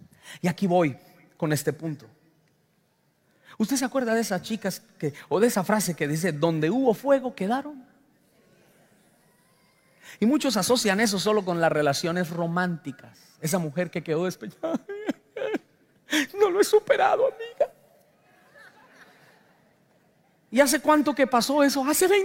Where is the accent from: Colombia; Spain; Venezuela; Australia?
Colombia; Yo recuerdo que yo soy de Colombia, pero algunos a lo mejor de sus países vivieron lo que yo viví